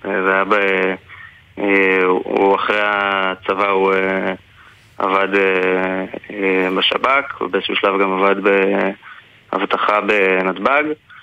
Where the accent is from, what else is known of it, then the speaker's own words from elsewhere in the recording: Karmiel, Northern District, Israel; moved away as an adult; now in Tel Aviv, Israel; אני בן 30, במקור מקרמיאל, גדלתי עם עומרי, ממש ככה מהגן, והיום אני גר בתל אביב.